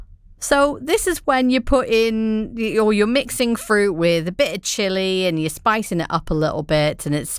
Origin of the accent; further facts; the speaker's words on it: India; I mean, in my culture anyway, I'm Indian.